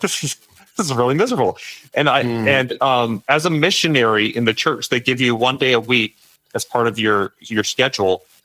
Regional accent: Idaho, United States; born or raised there

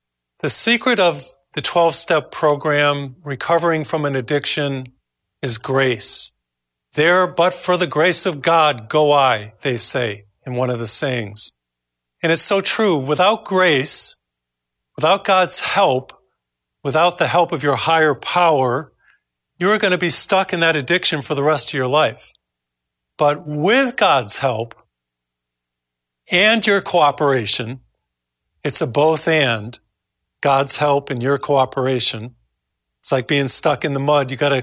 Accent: Massachusetts, United States; born or raised there

